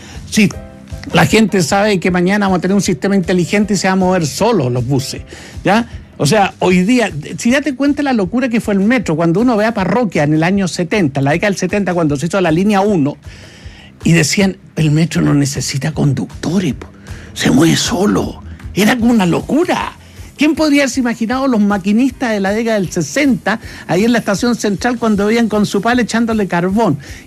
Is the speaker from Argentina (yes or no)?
yes; Argentina; Nosotros, mira, ni siquiera somos iguales entre nosotros, los argentinos